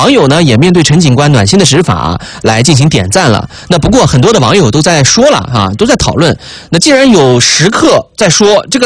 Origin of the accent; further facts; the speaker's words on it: Xinjiang, China; 但是作为一名新疆人来说，我从来都没有吃过就是不带土豆的大盘鸡，